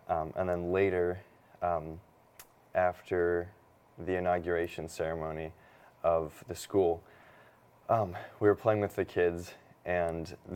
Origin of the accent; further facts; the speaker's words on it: Indianapolis, Indiana, United States; I'm a junior at Ave Maria as well. And I'm from Indianapolis, Indiana.